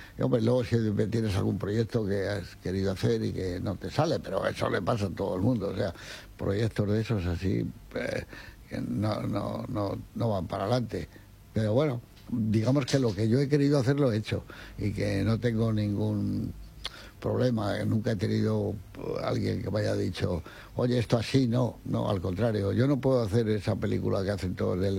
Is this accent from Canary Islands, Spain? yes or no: no; Madrid, Community of Madrid, Spain; un cineasta como yo, madrileño